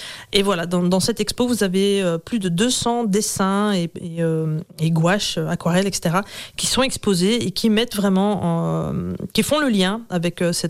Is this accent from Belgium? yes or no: yes; Belgium; chez nous, en Belgique